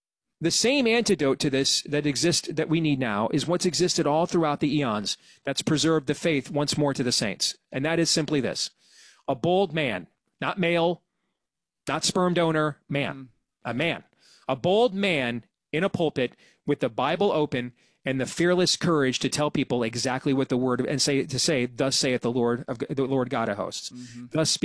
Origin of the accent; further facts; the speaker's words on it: Iowa, United States; my home state of Iowa